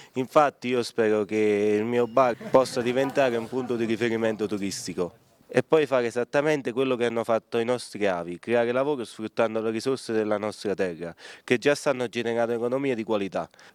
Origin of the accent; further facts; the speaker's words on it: Trevico, Campania, Italy; born there; Trevico diciamo è il mio paese ed è un borgo meraviglioso